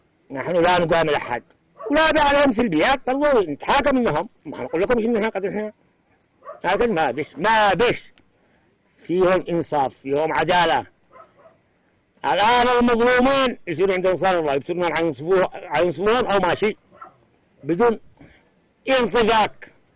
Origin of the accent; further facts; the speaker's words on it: Yemen; نحن أخوة ونحن مسلمين، كلنا نحن يمنيين.